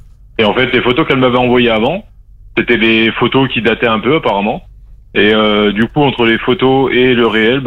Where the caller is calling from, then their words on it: Vichy, Auvergne-Rhône-Alpes, France; Je suis à Vichy, ouais.